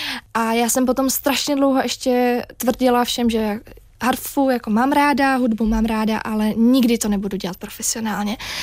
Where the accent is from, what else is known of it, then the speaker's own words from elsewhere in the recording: Prague, Czechia; A já pocházím z Prahy, takže pro mě vlastně ta vysněná meta byl Pražský orchestr.